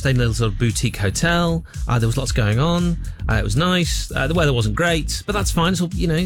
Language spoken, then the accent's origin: English; United Kingdom; now in Cyprus; I'm so British.